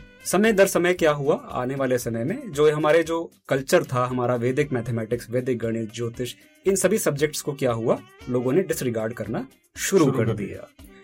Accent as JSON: {"language": "Hindi", "region": "Chandigarh", "country": "India", "tie": "born there", "also_born_or_lived": "Barara", "said": "sir मेरा जन्म जो है वो चंडीगढ़ में हुआ और उसके बाद मेरी जो प्राथमिक शिक्षा है वो अलग अलग जगह पर रही"}